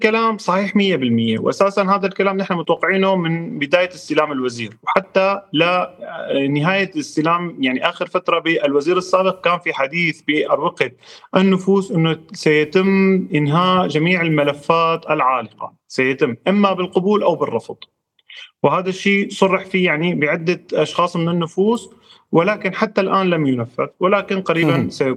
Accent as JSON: {"language": "Arabic", "country": "Syria", "moved": "yes", "lives_now": "Turkey", "said": "نحن كسوريين"}